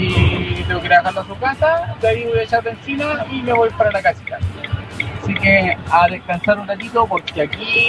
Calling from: Villa Alemana, Valparaíso, Chile; vivimos desde acá de Villa Alemana

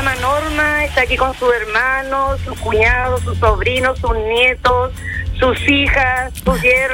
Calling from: San Pedro de la Paz, Biobío, Chile; estamos aquí en San Pedro de la Paz, en el sector Candelaria.

